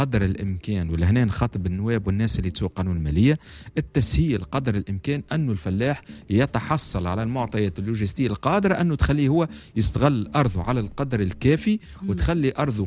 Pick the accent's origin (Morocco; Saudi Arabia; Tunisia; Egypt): Tunisia